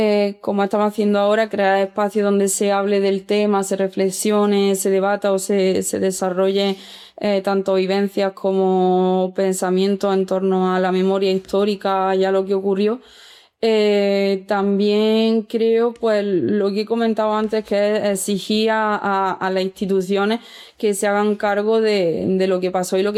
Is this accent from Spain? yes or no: yes; Talará, Andalusia, Spain; en mi pueblo en Talara